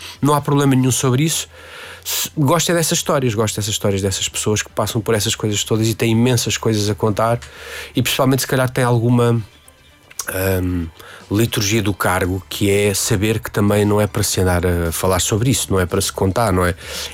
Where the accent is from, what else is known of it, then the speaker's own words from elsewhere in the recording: Lisbon, Portugal; porque inevitavelmente eu sou lisboeta, nasci em Lisboa, São Sebastião da Pedreira, como se dizia antiga, cresci nos Olivais